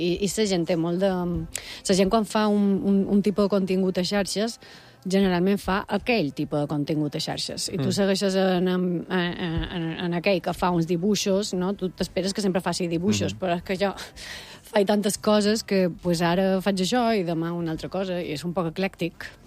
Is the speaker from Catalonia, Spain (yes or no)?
no; Balearic Islands, Spain; Som els mallorquins